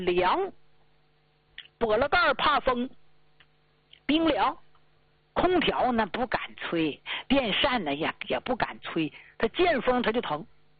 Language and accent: Chinese; Jilin, China; 那长白山就这个地界有个特点，咱们吉林老家人都知道，冬暖夏凉